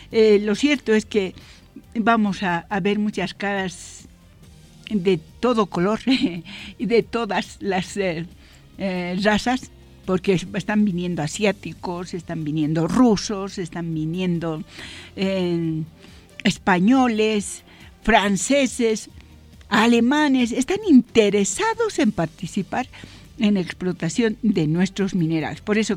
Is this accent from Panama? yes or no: no; Potosí, Bolivia; nuestro departamento de Potosí